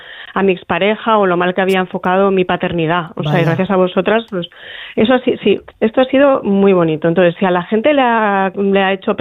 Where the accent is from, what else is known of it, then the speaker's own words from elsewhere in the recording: Gijón, Asturias, Spain; yo soy de provincias, yo soy de Gijón además